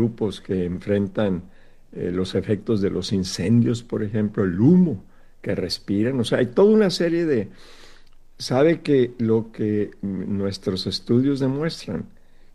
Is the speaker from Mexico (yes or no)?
yes; Sinaloa, Mexico; moved away; yo soy de Sinaloa